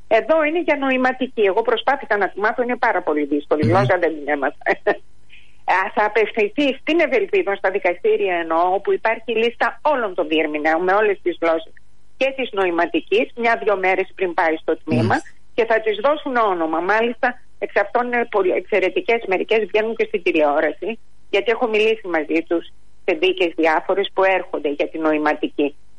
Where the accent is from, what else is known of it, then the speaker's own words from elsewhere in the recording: Greece; Ως Έλληνες, όχι ότι εγώ δεν είμαι Ελληνίδα, έχουμε το κακό να μην σκεφτόμαστε τον άλλον.